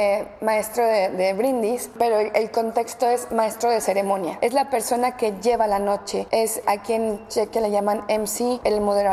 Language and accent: Spanish; Mexico; Mexicanos, yo soy mexicana, sí.